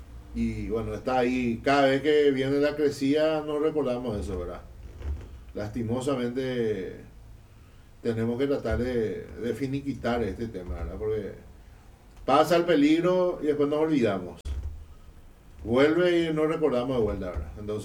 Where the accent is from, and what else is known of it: Paraguay